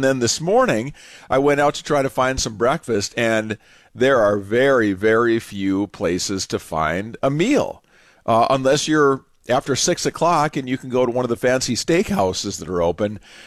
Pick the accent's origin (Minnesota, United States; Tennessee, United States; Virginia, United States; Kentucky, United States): Minnesota, United States; also born or lived in Illinois; I actually was born and grew up, born in Illinois, grew up in a little bit north of the Twin Cities area in farm country. But I spent my college years and my first working years down here.